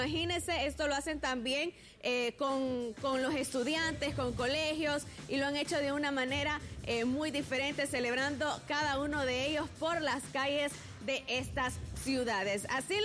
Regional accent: Honduras

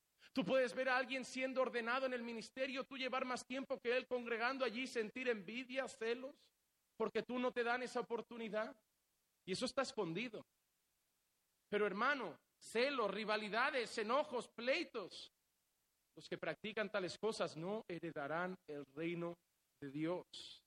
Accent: Barcelona, Catalonia, Spain; Yo vengo de Barcelona.

